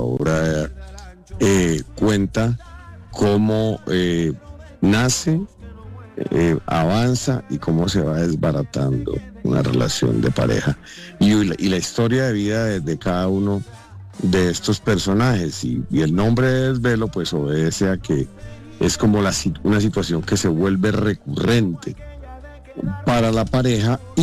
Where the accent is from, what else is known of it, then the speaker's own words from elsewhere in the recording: Tocaima, Cundinamarca, Colombia; solo que pues por mi origen, yo soy de un pueblo, soy de Tocaima